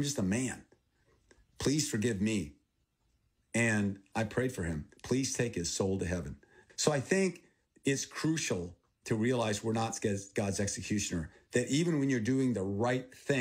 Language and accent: English; Thailand; born or raised there; first language Thai; English is a second language; also born or lived in Texas